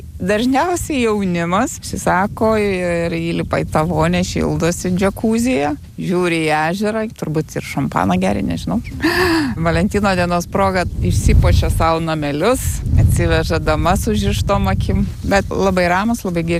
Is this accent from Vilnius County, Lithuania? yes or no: yes; Vilnius, Vilnius County, Lithuania; Vyras iš Kauno, aš iš Vilniaus, bet visą laiką Vilniuje gyvenom ir dirbom.